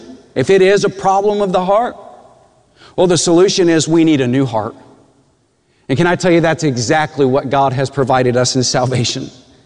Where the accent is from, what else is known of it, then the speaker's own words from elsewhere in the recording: Texas, United States; Now, I grew up in West Texas, and everyone there has a distinct accent. I have never thought that my accent is that pronounced.